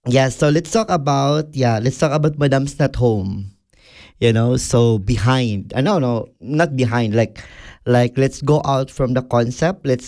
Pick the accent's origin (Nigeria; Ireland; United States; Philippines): Philippines; English is a second language; now in Switzerland; since we are Filipino, we love karaoke, so I can't clean without music, you know.